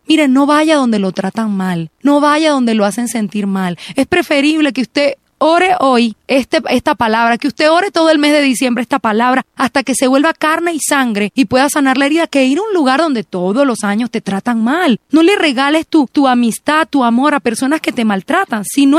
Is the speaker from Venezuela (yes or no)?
yes; Venezuela; now in Colombia; yo soy venezolana